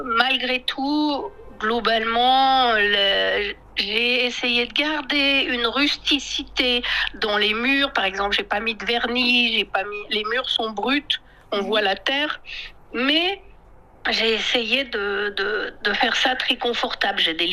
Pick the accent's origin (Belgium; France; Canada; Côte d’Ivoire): France; j'ai beaucoup voyagé au Yunnan, mais je suis française. Donc, c'est un mélange de que je suis en tant que française, en tant qu'architecte, et ce que j'ai aimé au Yunnan.